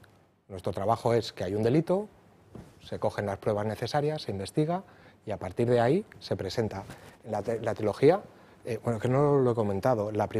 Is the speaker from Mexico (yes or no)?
no; Spain; como criminólogo y sobre todo como español, como ciudadano